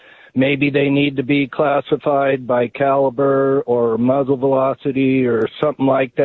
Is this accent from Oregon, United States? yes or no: yes; Oregon, United States; I grew up in Central Oregon, a native of Oregon.